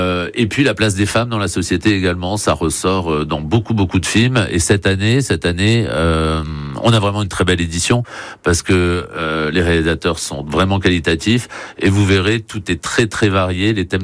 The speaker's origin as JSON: {"language": "French", "region": "Nouvelle-Aquitaine", "country": "France", "tie": "born or raised there", "said": "j'ai grandi dans le Pays Basque Nord"}